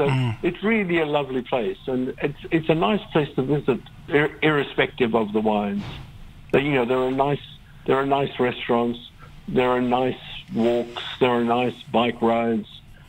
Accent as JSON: {"language": "English", "town": "Melbourne", "region": "Victoria", "country": "Australia", "tie": "born or raised there", "said": "I was brought up here in Melbourne."}